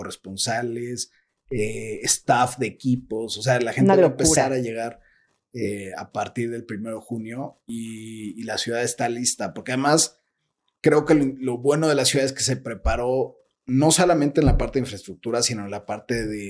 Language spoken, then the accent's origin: Spanish; Mexico; somos así los mexicanos